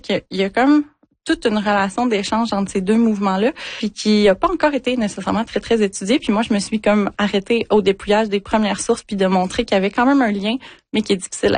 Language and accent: French; Quebec, Canada; dont on est dépouillé en tant que Québécois